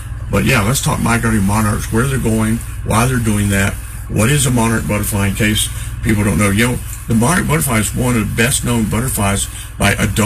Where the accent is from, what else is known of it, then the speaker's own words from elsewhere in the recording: North Carolina, United States; Grew up in Ohio, I grew up in North Carolina.